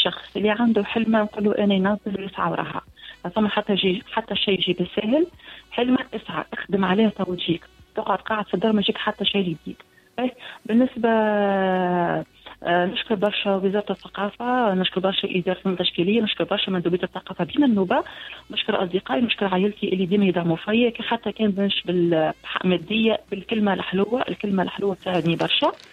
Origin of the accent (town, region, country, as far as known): Tunisia